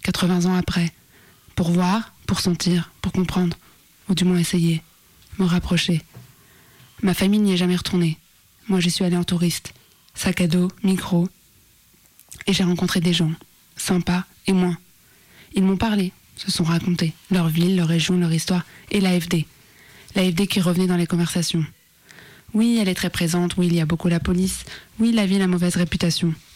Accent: France; now in Germany

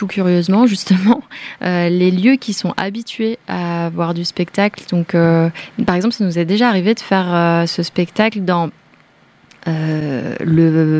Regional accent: Bourgogne-Franche-Comté, France; Nous, on vient de là, c'est le Haut-Jura, nous on vient du Jura.

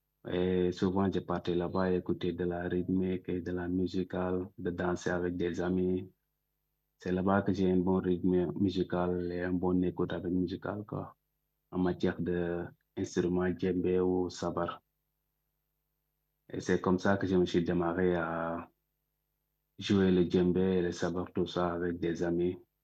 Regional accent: Dakar, Senegal; moved away as an adult; now in Essaouira, Morocco; Oui, en fait, j'étais au Sénégal, j'ai grandi à Dakar et j'étais un joueur de foot.

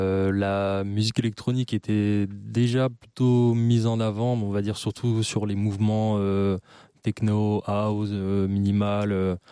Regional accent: Auvergne-Rhône-Alpes, France; Du coup, je viens des alentours de Valence. En vrai, je suis un imposteur, je suis ardéchois, je ne viens pas de la Drôme.

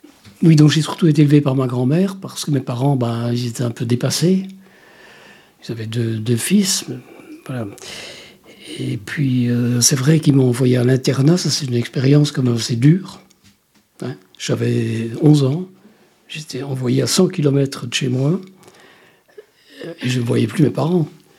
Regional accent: Wallonia, Belgium; Ben oui, je suis originaire des Ardennes belges. Donc c'est une région, voilà, je ne dis pas montagneuse, mais de collines, de rivières sauvages, de cerfs, de biches, de sangliers.

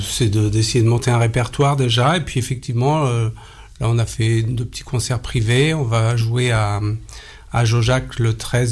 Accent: Brittany, France; Non, moi, je viens de Bretagne, ouais.

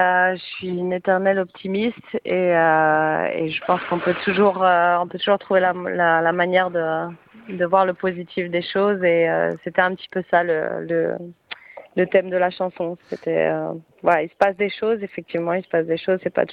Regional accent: Paris, Île-de-France, France; born there; Tout à fait, mais je suis française, je suis née à Paris.

